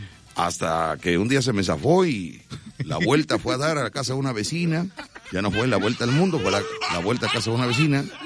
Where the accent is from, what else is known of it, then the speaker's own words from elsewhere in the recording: Veracruz, Mexico; Pues ya sabes tú cómo somos los veracruzanos.